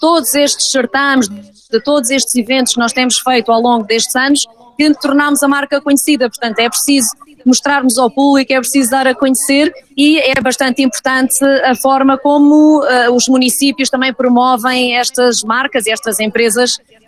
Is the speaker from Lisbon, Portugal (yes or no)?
no; Portalegre, Portugal; born there; estamos na nossa terra, portanto, nossa terra é minha, por acaso nasci aqui em Porto Alegre.